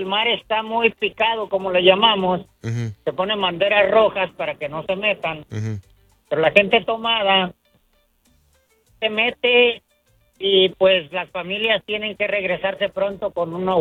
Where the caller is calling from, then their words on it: Colima, Mexico; Yo soy de Colima, México